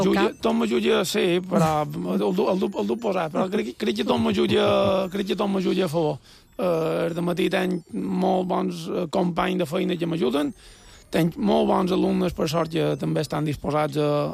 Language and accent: Catalan; Felanitx, Balearic Islands, Spain; Som de Felanitx, en concret de Porto Colom. Jo vivia allà. Som de la mà. M'agrada moltíssim la mà, moltíssim. I som de 1988. Som mil·lennial.